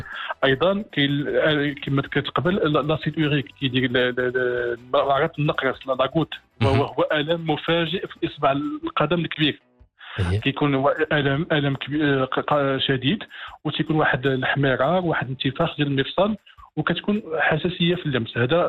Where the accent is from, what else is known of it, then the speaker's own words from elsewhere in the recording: Morocco; حنا في المغرب